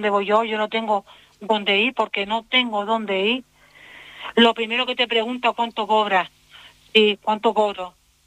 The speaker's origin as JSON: {"language": "Spanish", "region": "Canary Islands", "country": "Spain", "said": "den un techo digno como todo español y como todo canario y como todo que somos."}